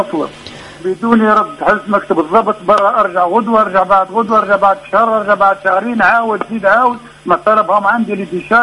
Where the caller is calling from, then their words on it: Tunisia; أنا مواطن تونسي